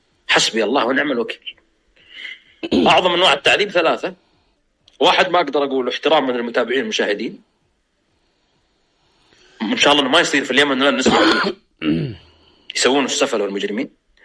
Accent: Saudi Arabia

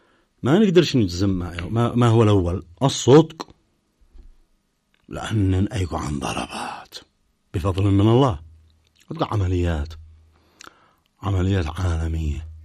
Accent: Yemen; أنا كمواطن يمني

